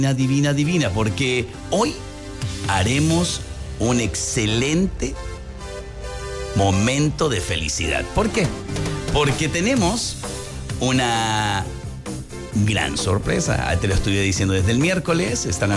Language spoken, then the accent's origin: Spanish; Margarita Island, Nueva Esparta, Venezuela; moved away; also born or lived in Santiago, Chile; aunque soy oriundo de Santiago de Chile, todo mi arraigo cultural, personalidad, formación, desde niño, adolescencia y parte de la juventud, fue en la Isla Margarita de Venezuela.